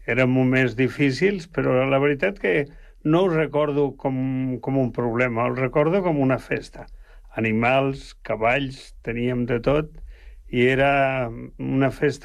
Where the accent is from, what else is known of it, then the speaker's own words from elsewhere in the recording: Oliete, Aragon, Spain; moved away; also born or lived in Zaragoza; jo vaig néixer a Saragossa perquè la meva mare va tindre en allà, però nosaltres vivíem en Oliete, que vol dir Tierra d'Olivos.